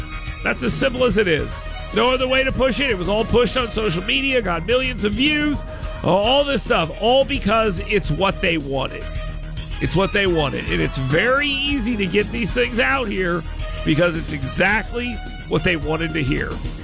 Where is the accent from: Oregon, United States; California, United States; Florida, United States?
Florida, United States; moved away; I grew up in Florida.